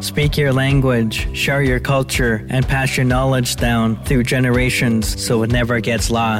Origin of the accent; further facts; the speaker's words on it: British Columbia, Canada; I come from the Haisla Nation. I am proud to be indigenous because I have the privilege of speaking my language